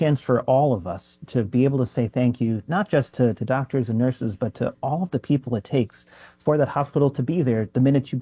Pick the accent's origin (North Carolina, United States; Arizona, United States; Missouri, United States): North Carolina, United States; I worked in a hospital in my hometown in North Carolina.